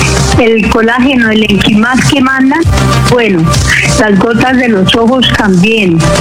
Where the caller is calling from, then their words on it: Bogotá, Bogotá Capital District, Colombia; De aquí el barrio Venecia, Bogotá.